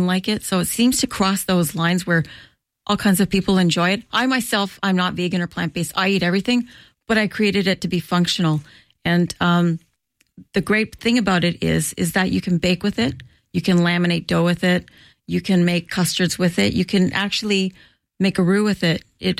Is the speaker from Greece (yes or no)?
no; northern Italy, Italy; moved away; I grew up in Northern Italy.